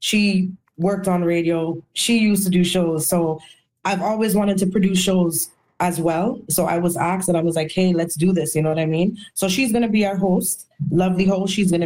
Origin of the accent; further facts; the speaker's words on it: Canada; we as Canadian artists, we have to take the music just as serious as people in the States and in Jamaica and all over the world. Because if we don't do that, it's like we're not showing what Canada has to offer.